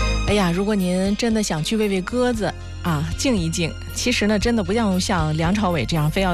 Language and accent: Chinese; Shijiazhuang, Hebei, China; 到河北博物院的广场上喂鸽子，是我们很多在石家庄长大的孩子的一个非常重要的娱乐项目。